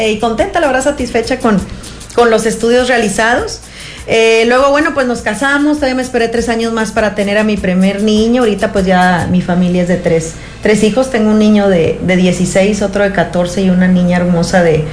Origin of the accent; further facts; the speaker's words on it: Sabinas, Coahuila, Mexico; also born or lived in Monterrey; now in Nueva Rosita, Mexico; Ahí transcurrimos nuestros estudios del kinder, de la primaria, de la secundaria, preparatoria, todo lo estuvimos haciendo ahí hasta que salimos ya a estudiar a la ciudad de Monterrey. Pues antes de qué te puedo platicar, en ese entonces ahí en Sabinas